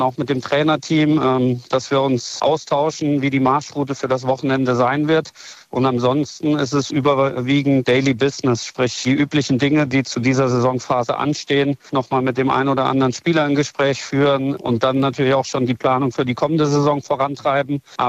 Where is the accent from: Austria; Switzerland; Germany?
Germany; Saarland; born there; weil ich natürlich einen Bezug zur SV Elversberg habe als gebürtiger Saarländer